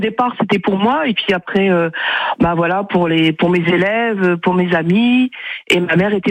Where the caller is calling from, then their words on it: Roubaix, Hauts-de-France, France; je suis à Roubaix.